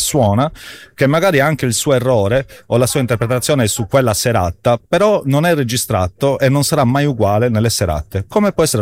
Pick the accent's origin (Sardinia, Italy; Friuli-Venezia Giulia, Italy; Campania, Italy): Sardinia, Italy; accent: Sardinian; una vita tipica di paese. Il mio paese sta nel Medio Campidano, sta al centro, è un paese di solo grano, quindi una vocazione agricola